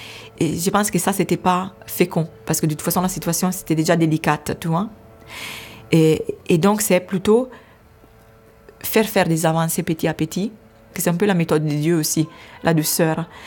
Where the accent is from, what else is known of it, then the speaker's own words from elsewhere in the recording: Italy; French is a second language; moved away as an adult; also born or lived in Haiti; now in Paris, France; Je suis italienne et j'ai quitté l'Italie pour entrer dans la vie religieuse en 2008.